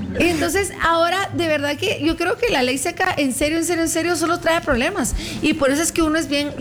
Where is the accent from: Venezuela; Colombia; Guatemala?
Guatemala; nosotros como guatemaltecos también seríamos solidarios en apoyar la economía guatemalteca